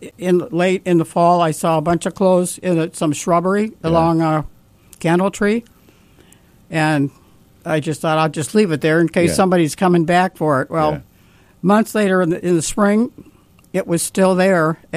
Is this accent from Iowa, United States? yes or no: yes; Dubuque, Iowa, United States; now in Peoria, United States; I belonged to a hiking club up in Dubuque, Iowa, my hometown